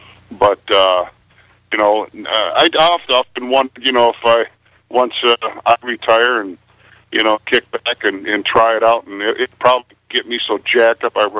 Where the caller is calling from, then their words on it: Michigan, United States; here in Michigan changed when I was 18 to be able to buy. And from then on, I'm 59 now.